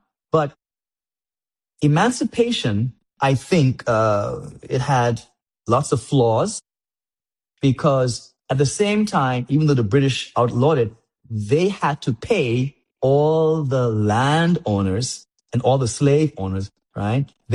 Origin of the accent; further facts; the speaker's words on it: Cockburn Town, Turks & Caicos Islands; moved away; also born or lived in Bahamas / New York; I grew up in Grand Turk.